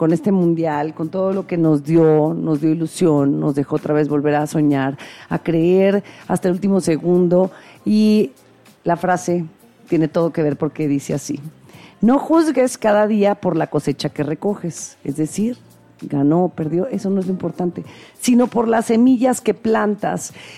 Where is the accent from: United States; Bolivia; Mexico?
Mexico; después de lo que vivimos ayer como mexicanos